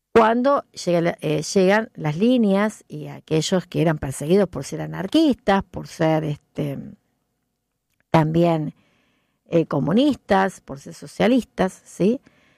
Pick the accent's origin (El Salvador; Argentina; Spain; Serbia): Argentina; nosotros, que somos argentinos, ¿sí? Que tenemos diferentes orígenes